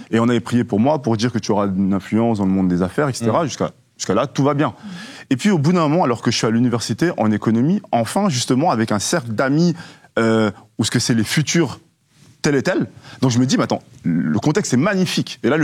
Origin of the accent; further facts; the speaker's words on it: Switzerland; Je suis suisse